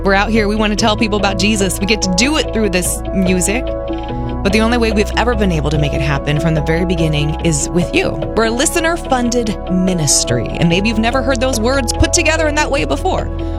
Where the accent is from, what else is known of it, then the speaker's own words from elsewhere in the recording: Wichita, Kansas, United States; Listen, I'm from Wichita.